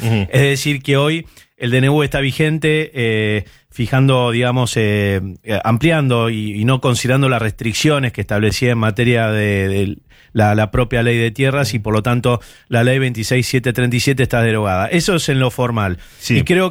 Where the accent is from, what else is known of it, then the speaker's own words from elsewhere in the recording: Argentina; nos merecemos en todo caso como argentinos y como líderes